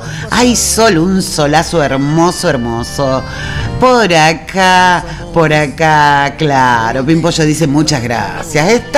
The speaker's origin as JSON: {"language": "Spanish", "country": "Argentina", "said": "somos rigurosos los argentinos."}